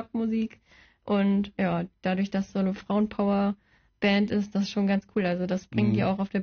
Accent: Bremen, Germany; Ich komme ja auch aus Bremen.

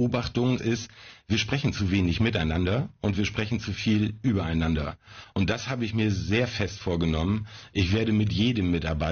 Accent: Schotten, Hesse, Germany; ich bin 55 Jahre alt und gebürtiger Schottenser. Ich war nur zum Studieren ein paar Jahre weg und habe mich dann entschieden, wieder in meine Heimat zurückzukehren.

